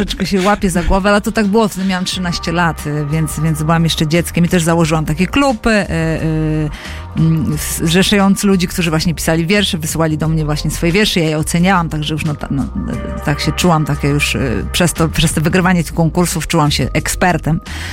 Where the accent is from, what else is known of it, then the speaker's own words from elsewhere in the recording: Pomeranian Voivodeship, Poland; born there; moved away; also born or lived in Poznań; gdzie się urodziłam, to jest na Pomorzu. Piękne miejsce